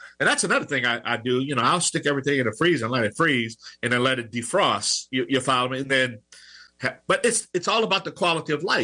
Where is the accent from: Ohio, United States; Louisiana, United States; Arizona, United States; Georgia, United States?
Louisiana, United States; accent: Cajun